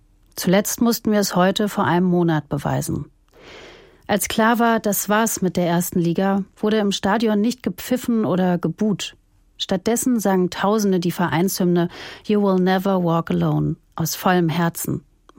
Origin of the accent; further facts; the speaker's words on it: Hamburg, Germany; now in Dietzenbach, Germany; Nach einer kurzen Dortmund-Fanphase in meiner Kindheit war für mich als Hamburgerin schnell klar, Hamburg ist braun-weiß.